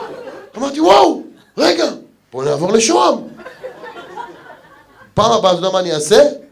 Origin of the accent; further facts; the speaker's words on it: Ramla, Central District, Israel; also born or lived in Lod; now in Shoham, Israel; אני במקור גדלתי ברמלה, אמיתי, עברתי ללוד, אמיתי, ומשם, תראה איזה קטע, היה לי כסף פנוי. אמרתי, וואו, רגע, בוא נעבור לשוהם.